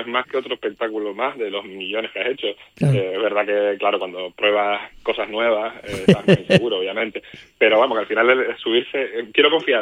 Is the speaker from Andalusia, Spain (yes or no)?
no; Tenerife, Canary Islands, Spain; en Tenerife, en mi isla